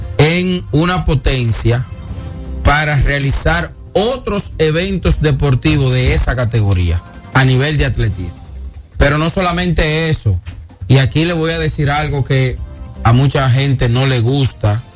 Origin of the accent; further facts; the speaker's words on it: Dominican Republic; así somos los dominicanos